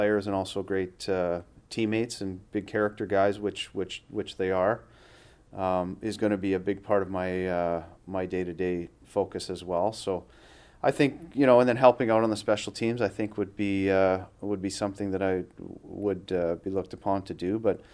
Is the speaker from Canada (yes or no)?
yes; Saskatchewan, Canada; now in San Jose, United States; Well, we were close to Calgary, you know, I think it's 6 hours each way from between Winnipeg